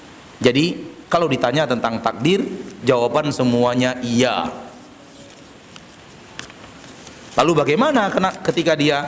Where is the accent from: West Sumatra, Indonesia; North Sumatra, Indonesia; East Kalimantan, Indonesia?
West Sumatra, Indonesia; Kita ini orang Minang, Pak. Kita ini orang Minang, udah tahu kita.